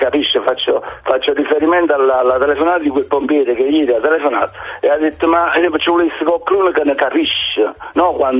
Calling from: Naples, Campania, Italy; Napoli, io sono da Sanità, sono un palazzo di Totò, cioè prima del palazzo di Totò.

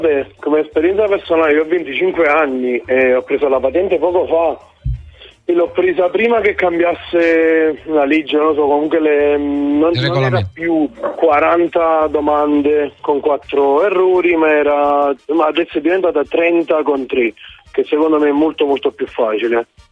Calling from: Terzigno, Campania, Italy; io sono di Terzigno

